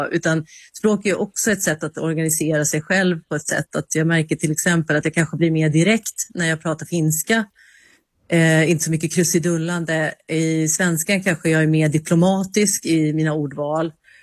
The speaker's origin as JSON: {"language": "Swedish", "country": "Sweden", "tie": "born or raised there", "said": "Men jag är ju uppvuxen i Sverige och född här, så att ja, det är väldigt närvarande."}